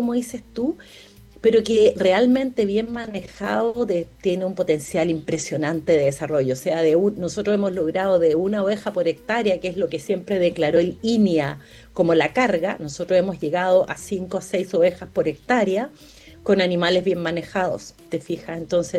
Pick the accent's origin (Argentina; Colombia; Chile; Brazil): Chile; O'Higgins; No, yo soy de O'Higgins.